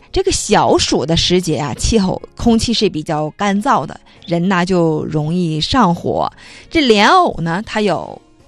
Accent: Jilin, China; 这我们吉林人就太熟悉了

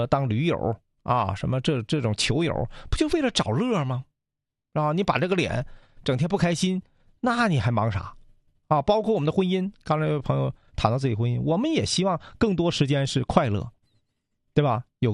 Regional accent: China; 我们中国人

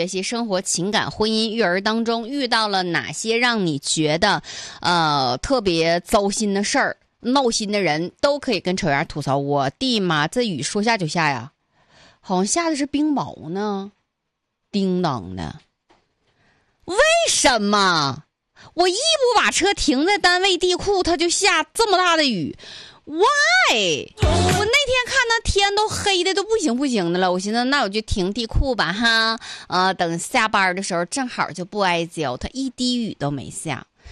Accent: Northeast China, China

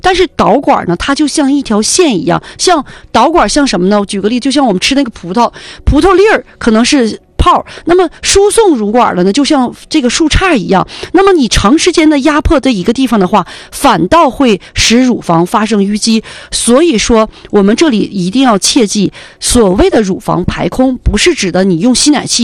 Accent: Northeast China, China; 我们东北人

